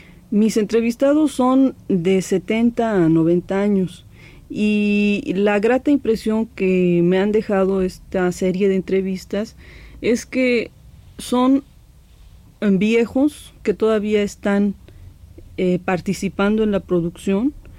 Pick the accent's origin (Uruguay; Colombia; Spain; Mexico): Mexico; Oaxaca; now in Mexico City, Mexico; me ha estado llevando al pueblo de donde soy originaria, en la Mixteca oaxaqueña.